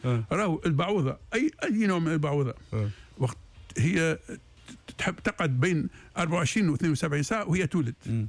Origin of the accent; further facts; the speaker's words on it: Tunisia; احنا عندنا في تونس 264 مائده مائيه سطحيه حسب وزاره الفلاحه